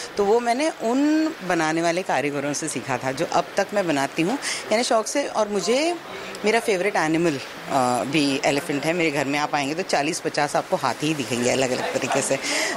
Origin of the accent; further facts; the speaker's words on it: Mumbai, Maharashtra, India; मैं मुंबई में पली बड़ी हूँ तो मेरा कल्चर तो पूरा ही महाराष्ट्र है